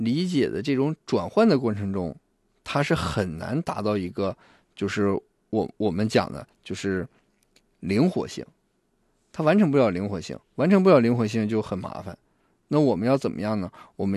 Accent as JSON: {"language": "Chinese", "region": "Northeast China", "country": "China", "said": "我们东北人"}